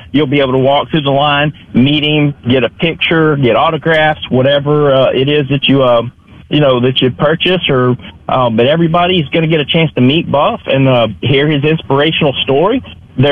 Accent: McComb, Mississippi, United States; moved away; I'm originally from the Macomb area. I have strong roots in Pike County, Macomb Summit, that area.

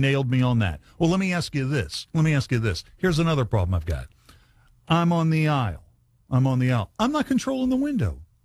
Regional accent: United States; I didn't want to reach across a person. That's I'm from Harrison County. That's usually aggressive.

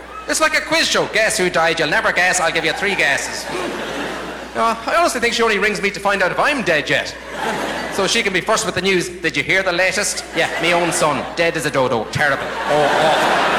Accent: Ireland; I'm Irish, I'm not an amphibian, I know that, you know.

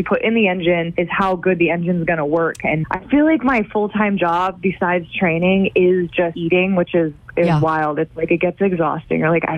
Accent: Maine, United States; I grew up in Oxford Hills, Maine.

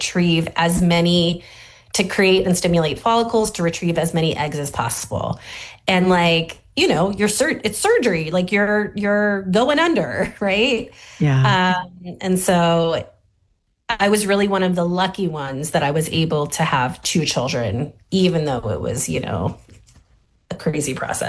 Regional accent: United States; moved away; we're American

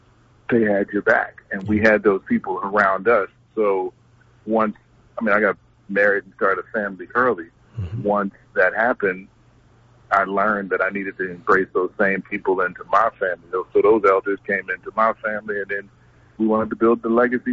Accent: Trenton, New Jersey, United States; growing up in Trenton

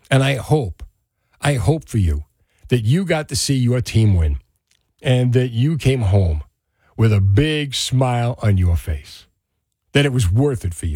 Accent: Union City, New Jersey, United States; who I grew up with in Union City

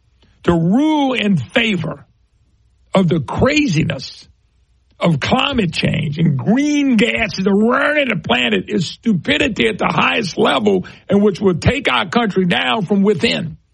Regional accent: Plaquemine, Louisiana, United States; also born or lived in Monroe; I'm from the Plaquemine, Baton Rouge area. I already knew that area. Got a lot of friends and family members there. Lived in Monroe for 35 years.

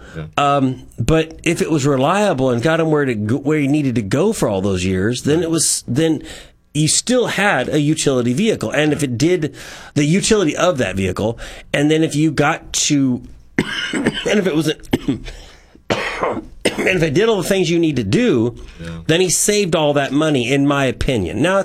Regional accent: United States; at least as an American

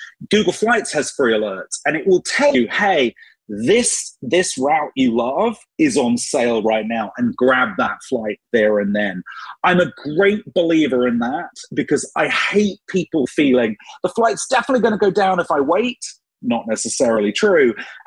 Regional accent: United Kingdom; born or raised there; moved away as an adult; now in United States

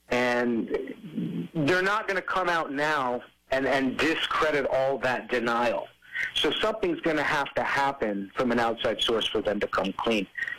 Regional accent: Kankakee, Illinois, United States; born there

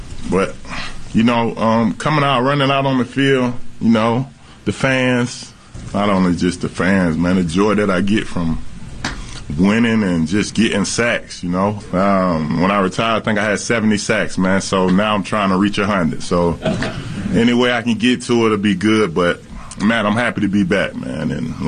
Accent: Alabama, United States; moved away; So I'm originally from Alabama, if you guys know. So this is like home.

